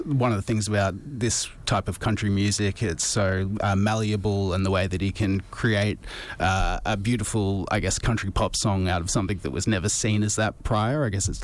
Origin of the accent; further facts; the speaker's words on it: Victoria, Australia; now in Brisbane, Australia; I'm from Victoria